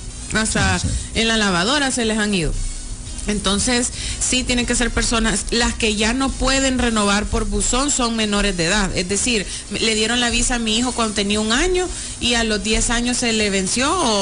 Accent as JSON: {"language": "Spanish", "country": "El Salvador", "said": "querer que venga algún hermano centroamericano a aprovecharse de los beneficios que estamos recibiendo como salvadoreño."}